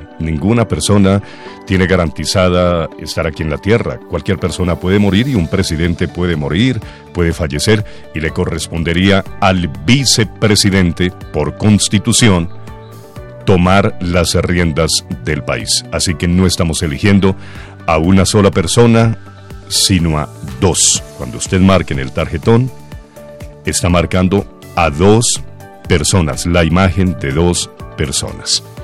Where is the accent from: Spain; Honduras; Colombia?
Colombia; como colombiano y como cristiano